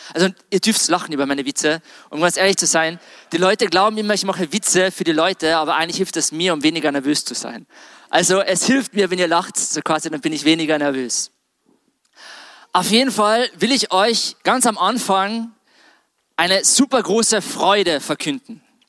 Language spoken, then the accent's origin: German; Austria; Also mehr wie bei uns in Österreich in manchen Fußballstadien drinnen sind.